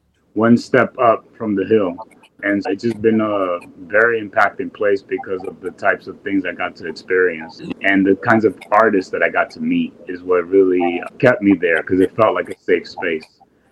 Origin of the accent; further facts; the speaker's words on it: New York City, New York, United States; Born and raised in West Harlem.